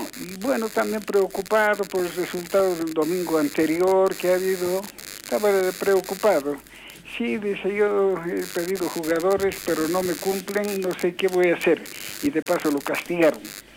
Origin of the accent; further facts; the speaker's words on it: San Pedro de Buena Vista, Potosí, Bolivia; Yo también soy de San Pedro de Buena Vista, le dije.